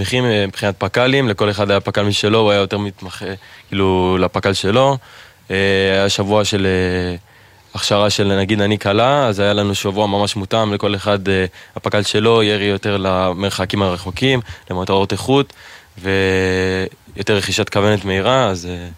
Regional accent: Sde Nahum, Northern District, Israel; בן 19, משדה נחום.

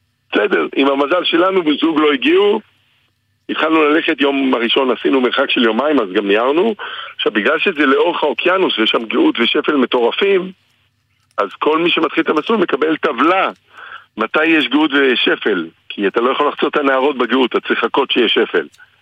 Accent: Tel Aviv, Tel Aviv District, Israel; שהייתי בן 6 בערך, גרתי ברחוב דיזינגוף, אמא שלי עדיין גרה באותה דירה, בדיזינגוף 34, זה ליד הבימה, שם גדלתי

